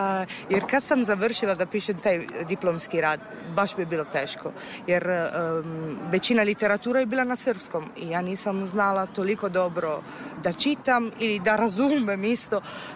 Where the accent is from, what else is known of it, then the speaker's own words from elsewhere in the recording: Bari, Apulia, Italy; Serbian is a second language; now in Serbia; I tada sam znala samo 3-4 rečenice na srpskom. Kao … dolazim iz Barija